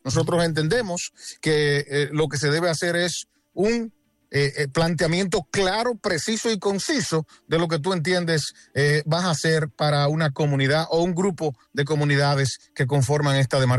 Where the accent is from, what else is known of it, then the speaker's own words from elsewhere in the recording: Dominican Republic; now in New York, United States; yo soy dominicano.